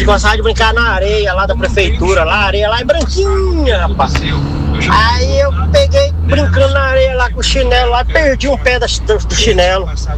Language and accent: Portuguese; Tomé-Açu, Pará, Brazil; now in Parque Ateneu, Goiânia, Brazil; quando eu era moleque. Lá na minha cidade, lá no Pará, lá em Tomeiaçu